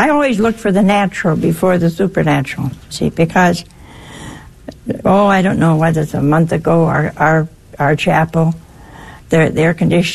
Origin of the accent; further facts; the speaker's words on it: Ohio, United States; Oh, hey, that's my home state.